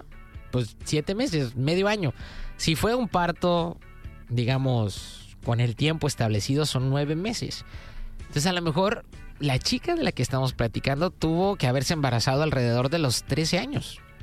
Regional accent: Mexico

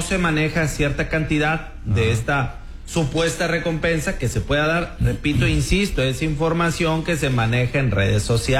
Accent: Mexico; pero pues como buenos mexicanos, ¿no?

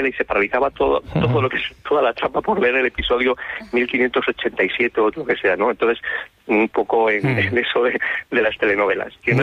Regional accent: Burgos, Castile and León, Spain; now in Alcalá, Spain; Mira, estoy en Alcalá, es un culebrón ya en sí, pero yo soy de Torto de Leva, de Burgos, y te mando un saludo de nuestra tierrilla.

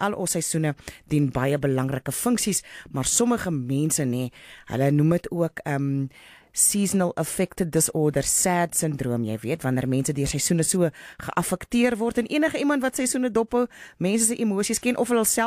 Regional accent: Western Cape, South Africa; now in Pretoria, South Africa; ek kom van die Kaap af, nê, en daai gereën waarmee ek groot geword het, is nie vir my nie.

